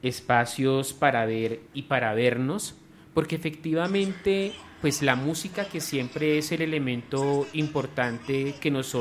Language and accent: Spanish; Colombia; para vernos como colombianos